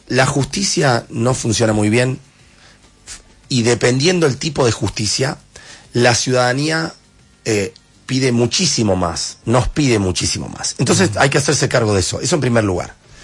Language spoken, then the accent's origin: Spanish; Neuquén, Argentina; Yo soy neuquino